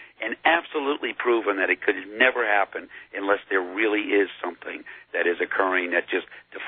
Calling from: Fort Lauderdale, Florida, United States; from Fort Lauderdale.

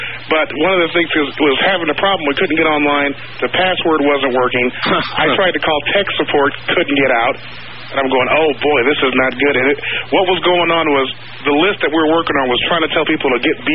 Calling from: Nevada, United States; calling from west of Mount Charleston.

